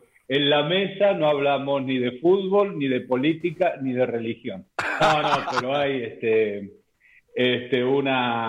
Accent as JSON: {"language": "Spanish", "town": "San Martín", "region": "Mendoza", "country": "Argentina", "said": "soy mendocino, pero soy de San Martín de Mendoza, que es lo más contrera Independiente."}